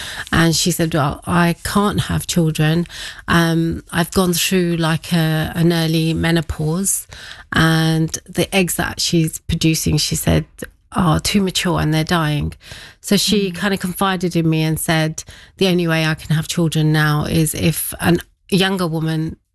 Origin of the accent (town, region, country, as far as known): India